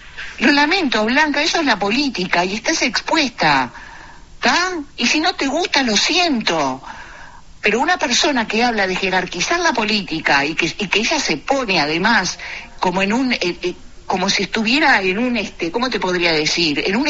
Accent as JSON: {"language": "Spanish", "country": "Uruguay", "said": "Yo no solamente hablo por mi pueblo, por la colectividad judía de Uruguay."}